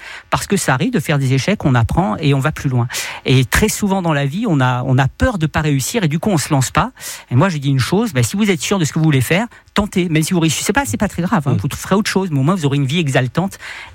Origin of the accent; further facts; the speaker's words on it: Saint-Tropez, Provence-Alpes-Côte d'Azur, France; born there; Moi je suis né à Saint-Tropez, hein, et j'étais pas nécessairement voué à faire une carrière scientifique